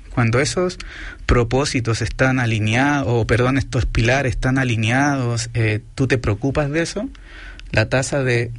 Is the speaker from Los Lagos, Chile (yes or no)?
no; Valdivia, Los Ríos, Chile; soy del sur, soy de Valdivia